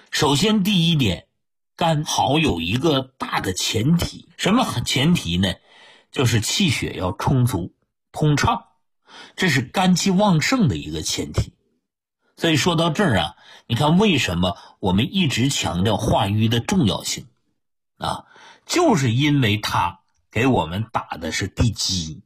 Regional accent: China; 你看西方人毛发比我们中国人厚

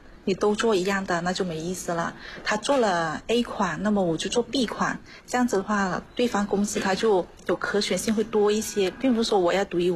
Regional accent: Guangdong, China; now in Shenzhen, China; 我原来也是广东的，但是是广东别的城市。

